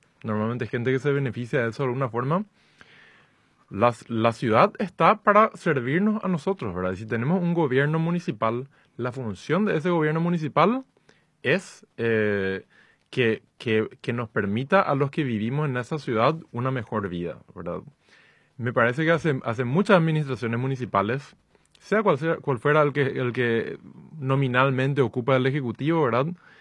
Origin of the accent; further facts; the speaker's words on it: Asunción, Paraguay; somos los asuncenos que vivimos en esta ciudad.